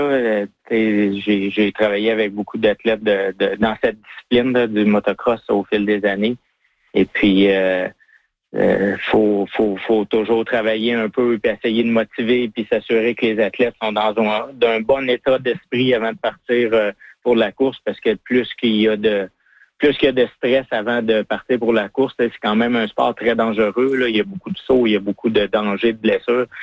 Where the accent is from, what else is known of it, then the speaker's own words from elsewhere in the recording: Quebec, Canada; Moi, je suis natif du Québec. J'habite au Québec.